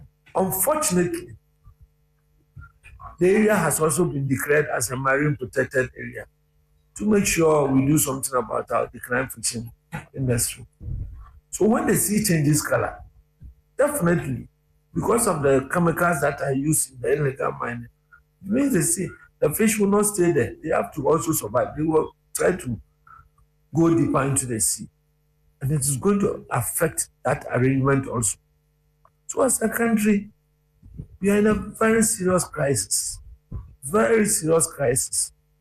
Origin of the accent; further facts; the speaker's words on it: Ghana; you cry as a Ghanaian